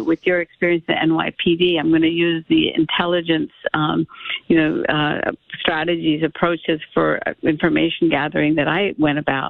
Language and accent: English; India; born there; And I didn't mention, but I was born in India and speak the language